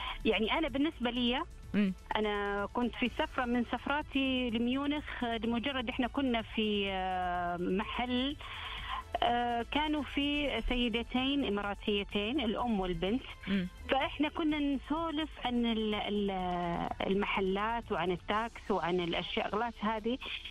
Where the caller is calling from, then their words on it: Riyadh, Riyadh Province, Saudi Arabia; من الرياض.